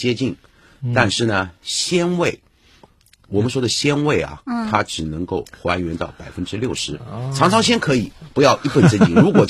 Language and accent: Chinese; Yunnan, China; 我云南人